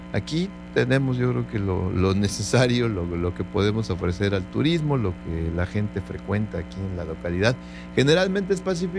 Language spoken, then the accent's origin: Spanish; Mexico; como decimos los mexicanos